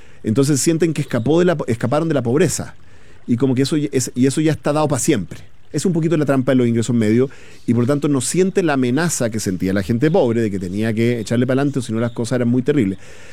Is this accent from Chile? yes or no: yes; Chile